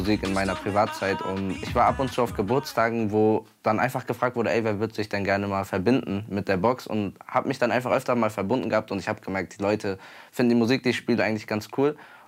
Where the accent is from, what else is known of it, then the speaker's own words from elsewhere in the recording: Bremen, Germany; 17 Jahre alt, ich bin in Bremen geboren und aufgewachsen.